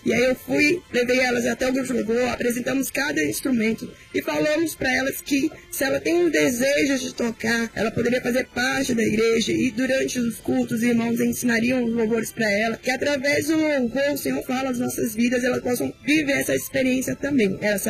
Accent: São Paulo, Brazil; Isso, eu sou de São Paulo, do bairro de Sumaré, da igreja de Sumaré

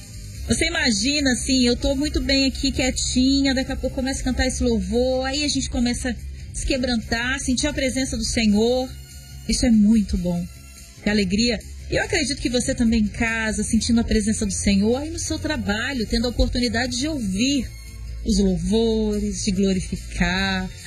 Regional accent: Espírito Santo, Brazil; accent: light, sing-song; E a gente aqui do Espírito Santo, a gente tem... Eles falam que a gente tem um sotaque leve. Eu não sei. Eles falam que a gente fala cantando.

